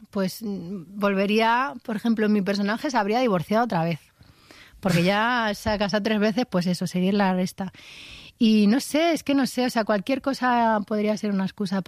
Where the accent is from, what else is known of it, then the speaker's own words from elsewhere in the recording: Spain; O sea, era todo como todos estamos juntos, somos españoles todos. Somos españoles todos y lo que nos importa es la familia.